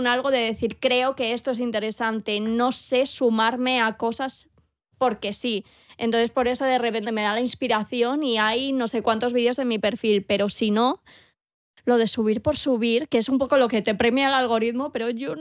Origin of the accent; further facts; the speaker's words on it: Madrid, Community of Madrid, Spain; yo soy hija del cemento, soy hija de Madrid.